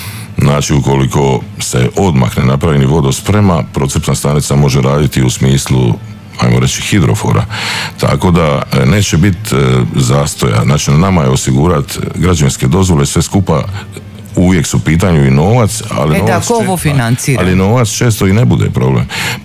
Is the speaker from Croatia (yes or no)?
yes; Croatia; iz Zagore i znam kako je imati veću gustirnu čatrnju